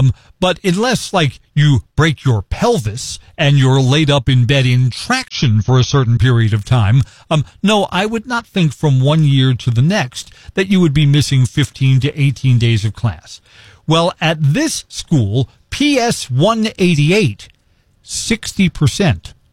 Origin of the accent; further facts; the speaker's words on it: New York City, New York, United States; moved away; I grew up in Gravesend. Gravesend is a neighboring community not far from Coney Island.